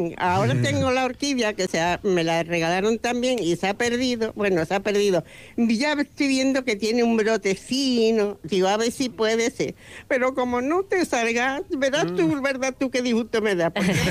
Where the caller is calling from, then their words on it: Extremadura, Spain; soy extremeña.